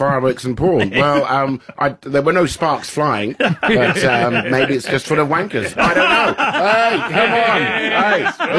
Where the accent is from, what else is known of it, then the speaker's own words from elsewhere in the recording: London, United Kingdom; We are very much, I come from London, and my palate, I think, is quite sophisticated.